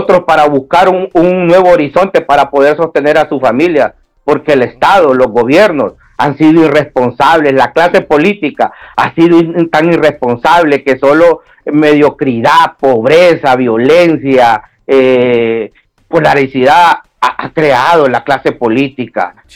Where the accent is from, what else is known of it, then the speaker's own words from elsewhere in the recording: Honduras; moved away; Somos hondureños que tenemos derechos constitucionales